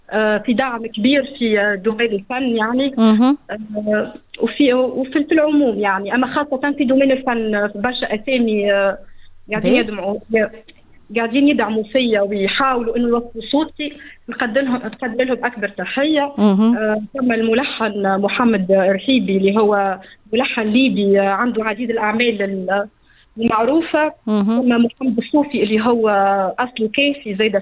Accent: Kef Governorate, Tunisia; اني اسيلة ميلاد الكيف

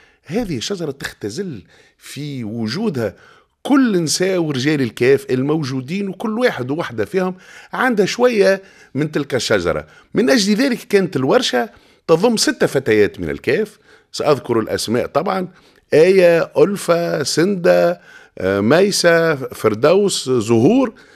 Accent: Le Kef, Kef Governorate, Tunisia; هذيك بلادنا وهذيك حومتنا وذاك موطأ معناها القدم وهذاك مسقط الرأس

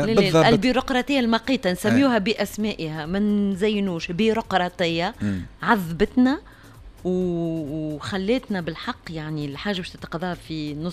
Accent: Tunisia; accent: Tunisian; بلهجتنا التونسية الأصيلة

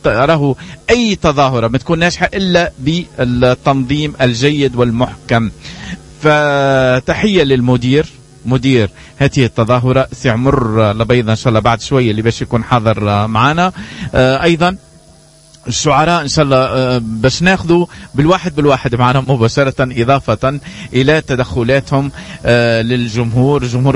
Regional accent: Tataouine Governorate, Tunisia; accent: Tataouine dialect; بلهجتنا احنا التطاوينية

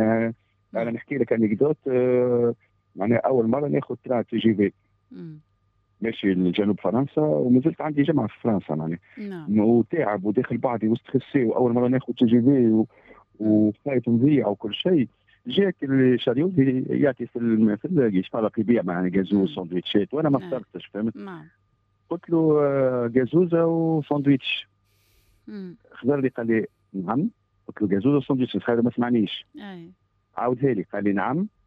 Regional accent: Tunisia; moved away as an adult; now in France; انا ديما نقول لهم انا تونسي واصلي تونسي وعربي ومسلم وافتخر.

